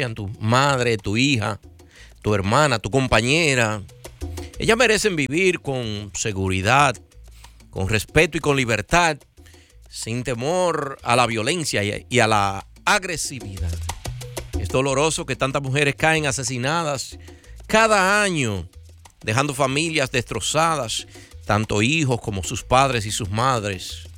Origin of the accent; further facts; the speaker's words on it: Dominican Republic; mi país, la República Dominicana